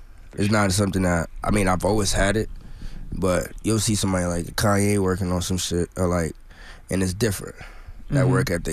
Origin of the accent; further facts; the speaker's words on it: Minnesota, United States; moved away